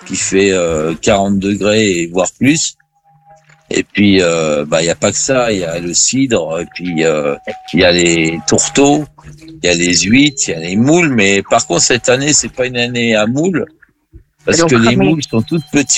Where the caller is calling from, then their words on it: La Ferté-Alais, Île-de-France, France; La Ferté-Alais, c'est là où j'habite.